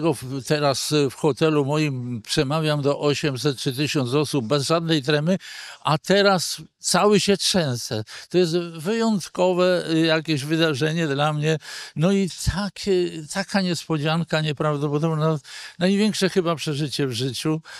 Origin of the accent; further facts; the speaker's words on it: Izbica, Lublin Voivodeship, Poland; moved away as an adult; urodziłem się i pozostałem do 17 lat, to znaczy kiedy zrobiłem maturę. Później wyjechałem i przyjeżdżam regularnie do Izbicy, zawsze kilka razy w roku.